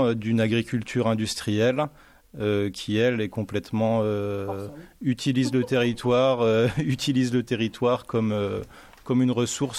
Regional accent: Grand Est, France; Après, moi, je suis des Vosges, j'ai passé mon bac vraiment dans les forêts vosgiennes. Donc je suis quand même issu de la nature et du terroir, mais un autre terroir que le terroir tarnais.

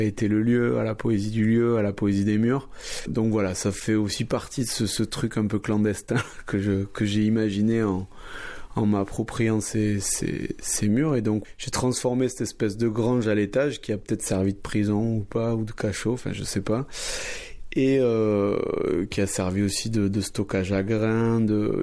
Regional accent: Toulouse, Occitanie, France; Moi, je suis né à Toulouse, j'ai toujours grandi à Toulouse, j'ai vécu à Toulouse

